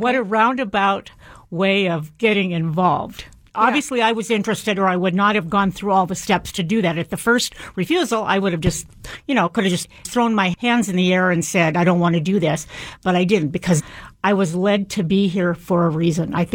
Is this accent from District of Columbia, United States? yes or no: no; Montana, United States; moved away; So I get up to my hometown